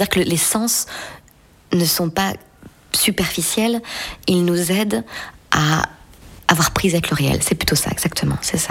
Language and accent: French; Brittany, France; moved away; Moi, je viens de la mer, j'ai grandi en Sud-Bretagne, et je ne connaissais pas la rivière avant de connaître Emilien.